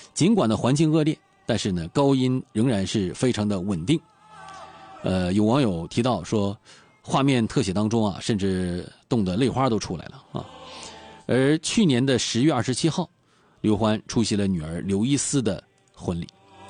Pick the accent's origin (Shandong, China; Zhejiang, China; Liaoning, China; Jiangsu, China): Liaoning, China; Dalian